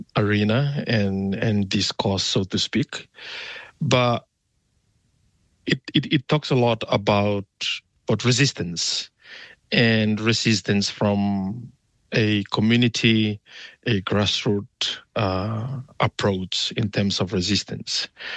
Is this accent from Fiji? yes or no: yes; Northern Division, Fiji; English is a second language; now in New Zealand; I introduce myself in my dialect I'm originally from Fiji in the district of Ndongotui, in Maduata, that's in Vanua Levu, Fiji